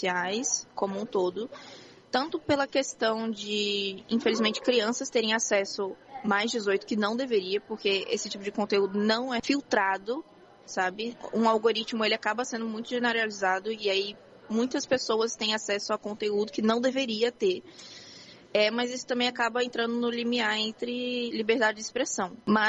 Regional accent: São Paulo, Brazil; eu tenho 26 anos, eu sou paulistana e faço estudo de mídia na UFPE.

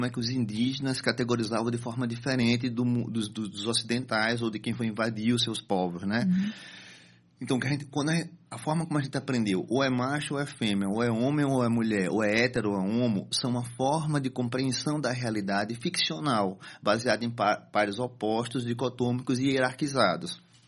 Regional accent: Northeast Region, Brazil; accent: nordestino (Northeastern Brazilian); also born or lived in South of Brazil; Provavelmente também por conta do meu sotaque nordestino

